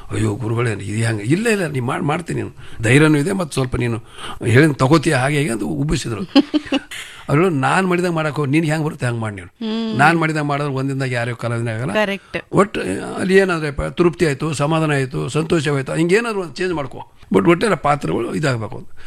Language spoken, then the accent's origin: Kannada; Bidar, Karnataka, India; ಯಾವೂರು ನಿಂದು, ಬೀದರ್ ಅಣ್ಣವರ. ಎಲ್ಲಿ ಬೀದರು, ಬಾಲ್ಕಿ ತಾಲೂಕು ತೇಗಂಪುರ.